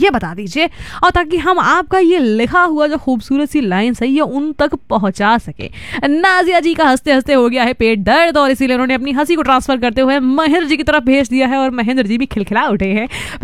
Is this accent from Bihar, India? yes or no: no; Gonda, Uttar Pradesh, India; मैं तो गोंडा से हूं।